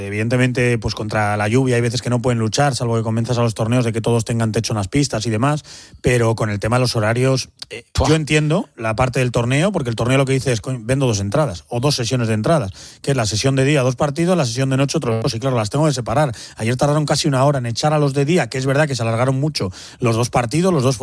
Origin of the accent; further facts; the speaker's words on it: Spain